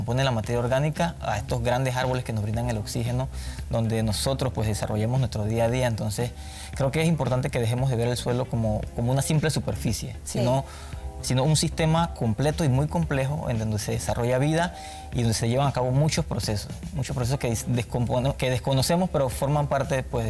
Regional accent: Panama; como ciudadanía, como pueblo panameño

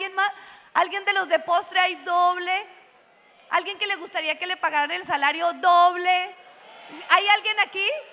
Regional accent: Colombia; now in United States; yo era una colombiana inmigrante en los Estados Unidos y esa era mi tierra

